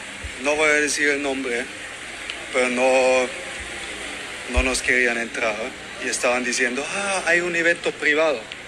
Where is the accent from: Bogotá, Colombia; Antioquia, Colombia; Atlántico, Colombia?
Antioquia, Colombia; Medellín; Nosotros somos de Medellín y son las novias de nosotros.